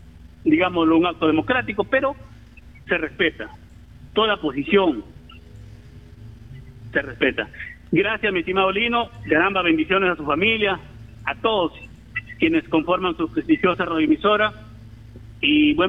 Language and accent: Spanish; Olmos, Lambayeque, Peru; Mi pueblo de Olmos